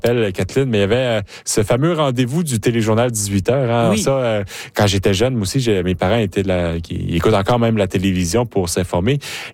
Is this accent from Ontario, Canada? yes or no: no; Quebec, Canada; also born or lived in Alberta; now in Regina, Canada; Parce que, bon, c'est sûr que moi, je suis du Québec. Hein, je me suis envenu ici dans l'Ouest, en Alberta, ensuite la Saskatchewan.